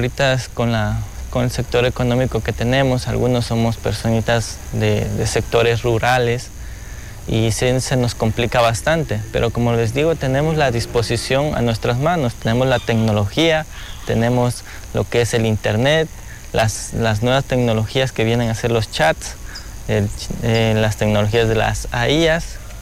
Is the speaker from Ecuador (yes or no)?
yes; Ecuador; regresé aquí, a mi pueblo, y estamos aquí.